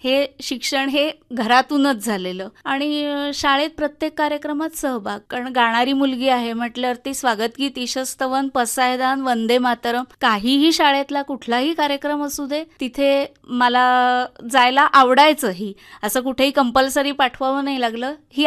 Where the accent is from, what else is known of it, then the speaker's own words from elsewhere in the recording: Chiplun, Maharashtra, India; तर त्या घरात माझा जन्म झाला। माझं सगळं लहानपण हे पूर्णपणे चिपळूणला गेलं